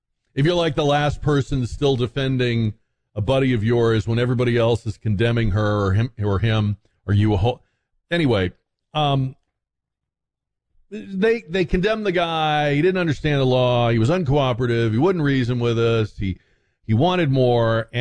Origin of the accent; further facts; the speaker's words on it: Boston, Massachusetts, United States; moved away; When I was growing up in Boston